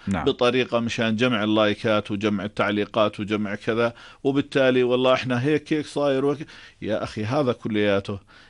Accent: Jordan

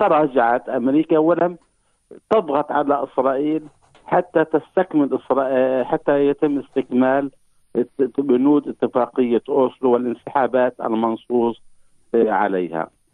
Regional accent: Palestine; كنا نحن كفلسطينيين

